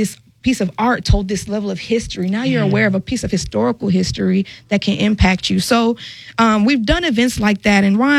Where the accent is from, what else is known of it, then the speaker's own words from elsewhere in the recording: Tampa, Florida, United States; I'm from Tampa, so I call them grills.